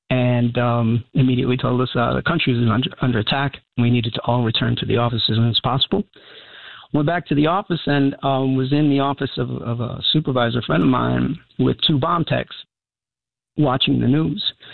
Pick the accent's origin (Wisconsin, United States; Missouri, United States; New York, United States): New York, United States; New York City; born there; I was born in the Bronx.